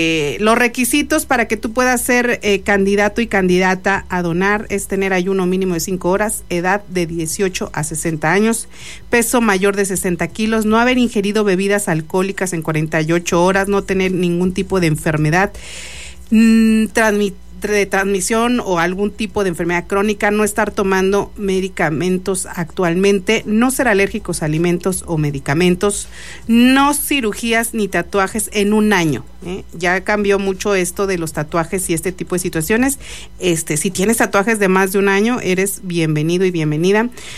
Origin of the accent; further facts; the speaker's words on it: Mexico; Soy mexicano. Es mi bandera.